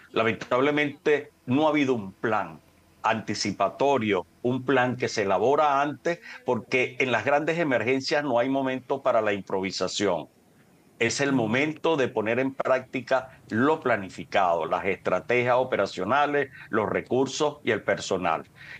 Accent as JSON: {"language": "Spanish", "country": "Venezuela", "said": "les agradecemos como venezolanos"}